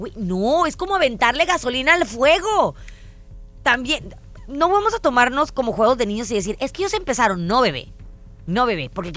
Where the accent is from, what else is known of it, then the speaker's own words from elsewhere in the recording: Mexico; lo único que hacen es hacernos quedar mal como mexicanos, ¿no?